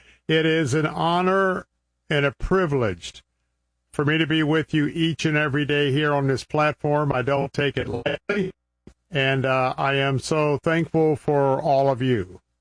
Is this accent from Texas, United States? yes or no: no; Tampa, Florida, United States; broadcasting from my hometown of Tampa, Florida.